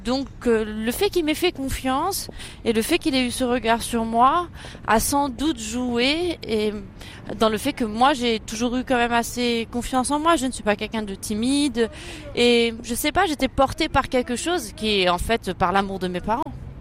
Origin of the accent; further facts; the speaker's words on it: Rabat, Rabat-Salé-Kénitra, Morocco; J'ai été élevée à Rabat, au Maroc, dans les années 80 et 90. Donc, bon, c'est la capitale du Maroc. Et à l'époque, c'était une ville très, très, très, très paisible, très calme, assez ennuyeuse. Il n'y avait pas beaucoup de loisirs pour les jeunes.